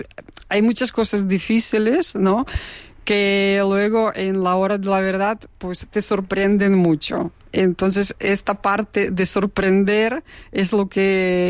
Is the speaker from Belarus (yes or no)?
yes; Minsk, Belarus; Spanish is a second language; moved away as an adult; now in Spain; Yo soy de Bielorrusia, de capital, de Minsk.